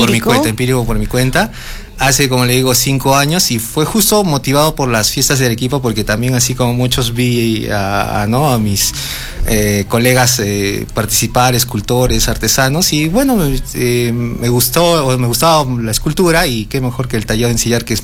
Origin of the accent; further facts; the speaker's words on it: Cerro Colorado district, Arequipa, Peru; yo vengo del distrito de Cerro Colorado.